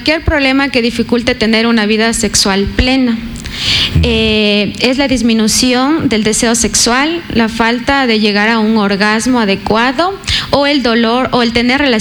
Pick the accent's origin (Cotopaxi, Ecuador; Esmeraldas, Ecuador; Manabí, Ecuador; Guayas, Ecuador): Cotopaxi, Ecuador; Latacunga; Yo soy de la Tacunga